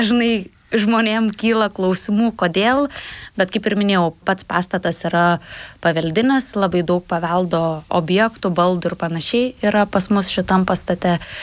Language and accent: Lithuanian; Šiauliai County, Lithuania; Esu kilusi iš Akmenės rajono, iš dar mažesnio šiek tiek nutolusio miestelio, bet visada širdis buvo čia